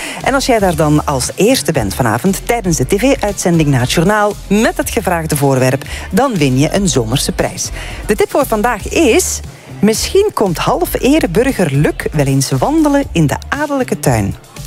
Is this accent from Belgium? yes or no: yes; Limburg, Belgium; En als Limburger denk ik echt te weten waar dat die staat vanavond.